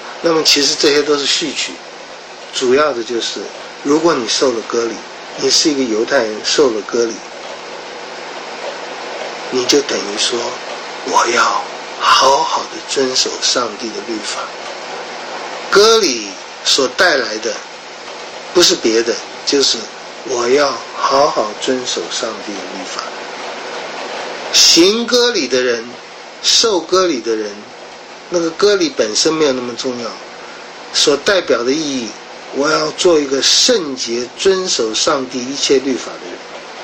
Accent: China; 我自己觉得好像我们中国人以前女人缠小脚一样，这好像是一个记号。

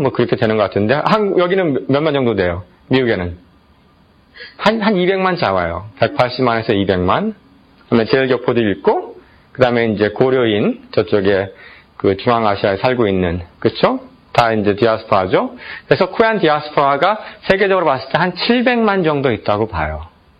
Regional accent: South Korea; born there; 여러분들 다 한국에서 태어났죠. 저도 한국에서 태어났고.

